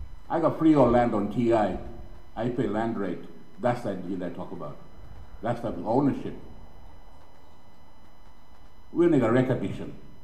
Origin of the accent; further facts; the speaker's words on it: Badu Island, Queensland, Australia; I'm from Wakai tribe on Badu Island.